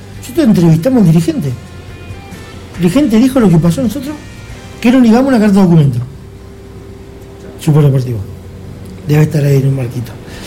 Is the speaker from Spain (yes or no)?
no; Allen, Río Negro, Argentina; yo soy gente de Allen